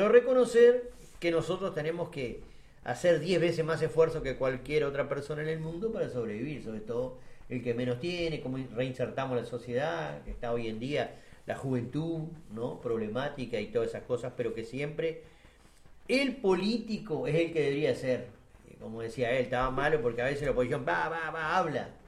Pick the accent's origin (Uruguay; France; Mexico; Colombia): Uruguay; born there; nosotros nacimos acá en el Uruguay